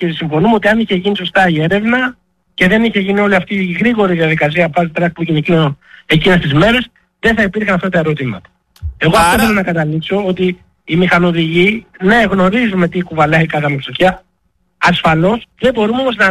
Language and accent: Greek; Greece; ως Έλληνες πολίτες